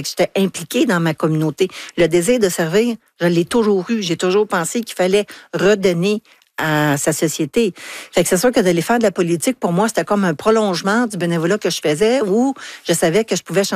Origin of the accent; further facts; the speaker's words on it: Anjou, Quebec, Canada; J'ai dit oui aussi parce que c'était Anjou qu'on me proposait. Mm. C'était chez nous, mon patelin, les gens que je connaissais, les organismes que je connaissais